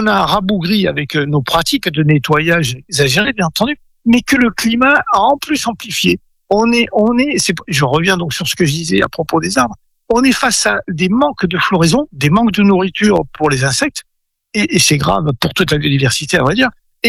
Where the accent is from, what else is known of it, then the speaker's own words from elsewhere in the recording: Gascony, France; now in Brittany, France; Quand j'étais enfant en Gascogne, je ramassais le tilleul avec ma mère.